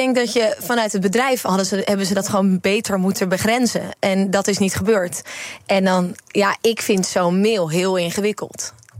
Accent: Netherlands; wij als Nederlanders

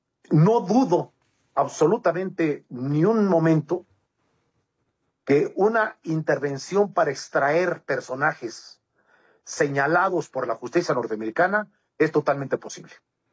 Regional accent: Mexico

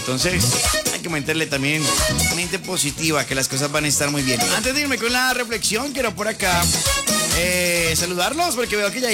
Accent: Colombia

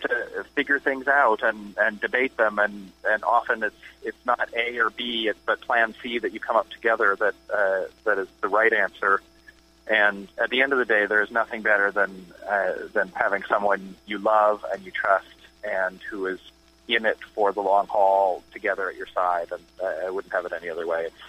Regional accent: Saskatchewan, Canada; moved away; I'm from the prairies. I'm from Saskatchewan.

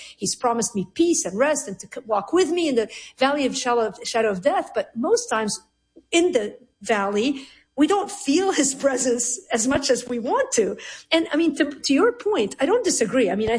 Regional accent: Lebanon; now in United States; Like, I'm Lebanese. I grew up in Lebanon. And this is the essence of the American dream.

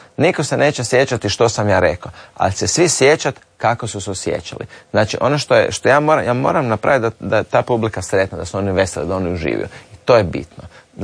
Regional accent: Croatia; ja sam iz Hrvatske.

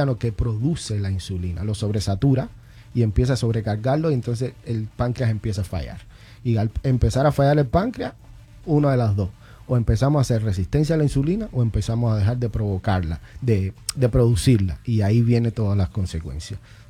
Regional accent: Cuba; Yo soy cubano, nosotros los cubanos adictos al pan. Es, viene siendo nuestra idiosincrasia.

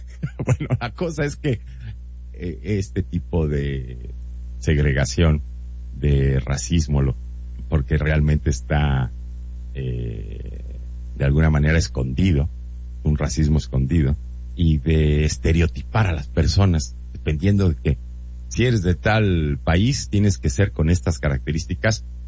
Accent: Mexico; si algo me llena el pecho y me dan muchas ganas de gritarlo a los cuatro vientos, es que soy mexicano.

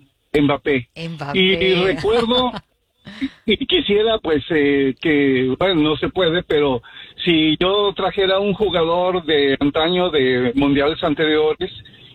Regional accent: Mexico; yo vengo de México y yo con México, hasta el final

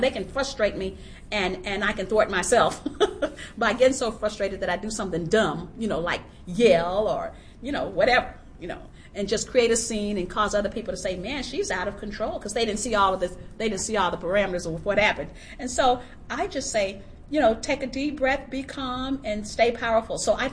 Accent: Texas, United States; I grew up in the Jim Crow South, and so I'm thinking, this reminds me of when I was in Texas and I was disadvantaged

